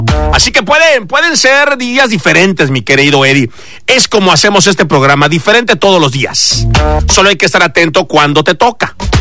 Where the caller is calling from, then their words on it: Yaxcabá, Yucatán, Mexico; Aquí te escuchamos, saludos desde Yashkabá, Yucatán.